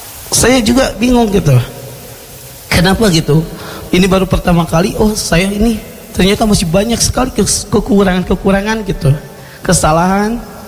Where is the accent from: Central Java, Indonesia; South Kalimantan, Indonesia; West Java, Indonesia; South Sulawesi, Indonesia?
West Java, Indonesia; Padalarang; Saya dari Padalarang.